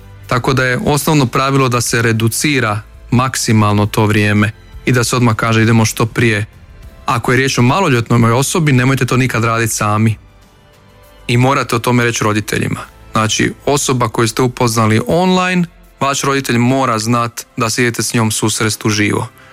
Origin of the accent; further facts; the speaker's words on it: Virovitica, Virovitica-Podravina County, Croatia; moved away; prvi put kad idem ponovno u moj rodni kraj